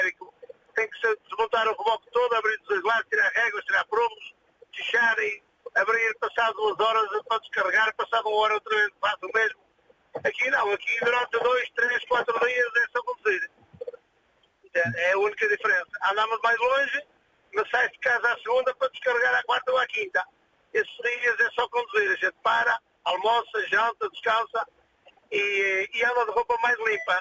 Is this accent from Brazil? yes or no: no; Lousada, Porto, Portugal; eu na minha zona, onde eu sou natural do Conselho de Lousada, ali de uma freguesia do Lussol de Santo Lara de Bagodas